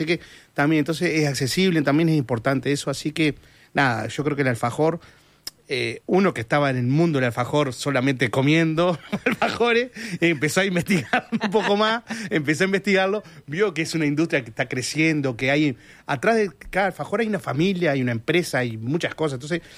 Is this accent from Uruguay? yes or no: yes; Mercedes, Soriano, Uruguay; Yo soy de Mercedes